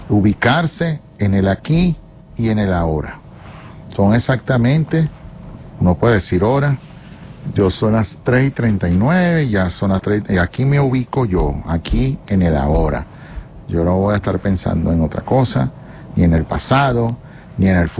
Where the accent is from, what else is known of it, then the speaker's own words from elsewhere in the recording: Venezuela; Así somos, la juventud, todo, toda Venezuela. Así somos los venezolanos.